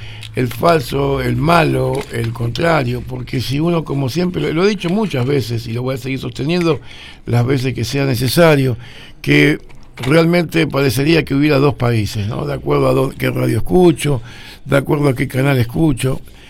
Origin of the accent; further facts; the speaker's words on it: Argentina; pero nos siguen faltando respeto como país, como argentinos